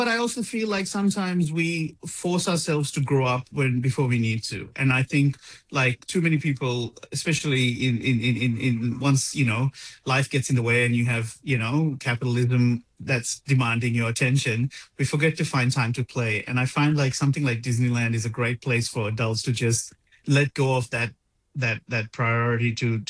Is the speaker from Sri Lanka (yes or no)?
yes; Colombo, Western Province, Sri Lanka; also born or lived in Melbourne; growing up in Sri Lanka in Colombo as well, and then Melbourne